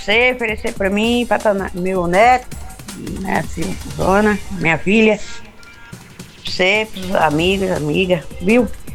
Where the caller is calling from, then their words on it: Mata Verde, Minas Gerais, Brazil; aqui da Mata Verde.